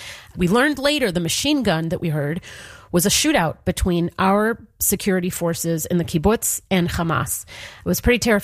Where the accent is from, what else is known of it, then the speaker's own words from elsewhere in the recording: Chicago, Illinois, United States; now in Israel; Growing up in Chicago, we had snow days. And on the Gaza border, you have rocket days.